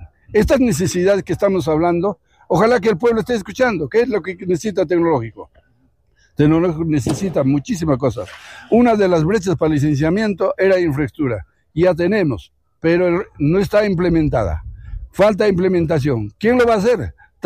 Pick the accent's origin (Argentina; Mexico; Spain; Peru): Peru; Cutervo, Cajamarca; mi patria chica, que es Cutervo.